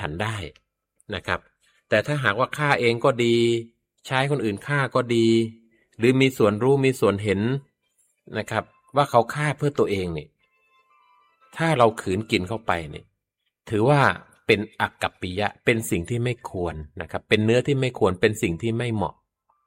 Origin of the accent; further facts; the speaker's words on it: Isan, Thailand; ผมเป็นเนนเล็กๆบ้านอยู่ต่างจังหวัดนะครับแล้วก็จังหวัดอยู่ทางภาคอีสานนะครับ